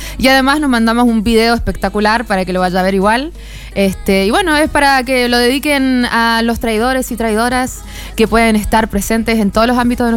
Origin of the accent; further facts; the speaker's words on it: Argentina; now in Chile; No soy chilena, pero soy chilena también porque estoy dividida, digamos. Yo 19 años acá y 20 en Argentina, así que... Soy una señora de 40 años.